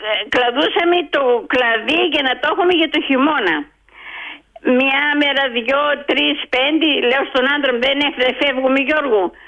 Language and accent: Greek; Greece; moved away as an adult; also born or lived in Germany; Και το χωριό μου δεν το ξέχασα